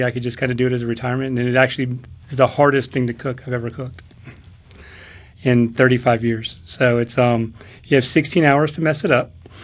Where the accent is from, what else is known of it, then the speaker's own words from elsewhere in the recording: California, United States; now in Mississippi, United States; I was born and raised in California.